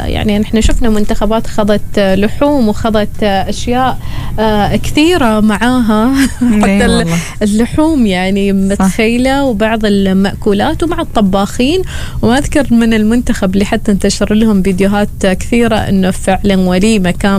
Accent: Oman; حتى عندنا في عمان

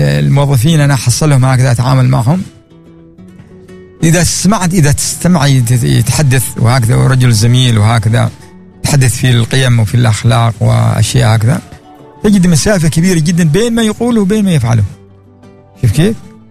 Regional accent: Oman; أنا من عمان.

